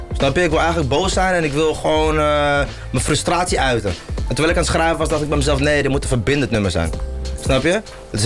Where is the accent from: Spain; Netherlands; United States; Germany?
Netherlands; Kortenhoef, North Holland; wel ben opgegroeid in een Hollands dorp.